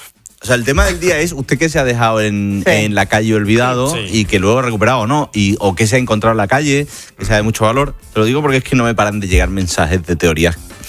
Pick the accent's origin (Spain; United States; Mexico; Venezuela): Spain; Seville, Andalusia; Sabéis que, evidentemente, soy de Sevilla.